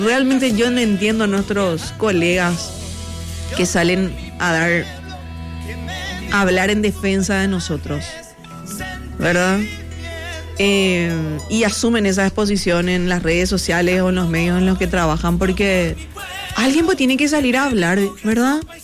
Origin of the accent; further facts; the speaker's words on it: Paraguay; Eso tiene el paraguayo muy adentro